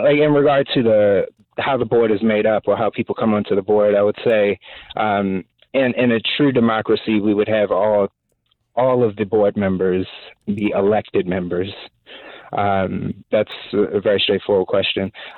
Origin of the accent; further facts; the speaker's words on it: Baltimore, Maryland, United States; I'm born and raised in Baltimore City. I graduated from Baltimore City Public Schools. I used to be a teacher in Baltimore City Public Schools, and I still live in Baltimore City. So this is my home.